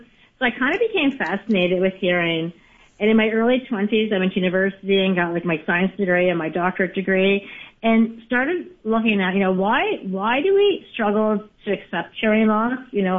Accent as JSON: {"language": "English", "region": "Nova Scotia", "country": "Canada", "tie": "born or raised there", "said": "I was raised in the East Coast, Canada, in Nova Scotia"}